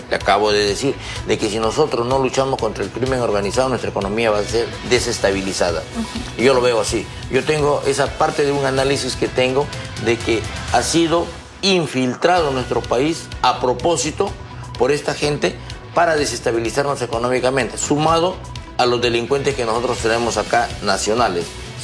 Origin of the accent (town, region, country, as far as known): Peru